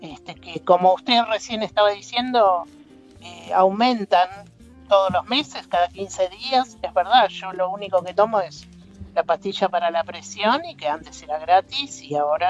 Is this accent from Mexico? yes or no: no; Argentina; porque nosotros somos argentinos que la luchamos como todos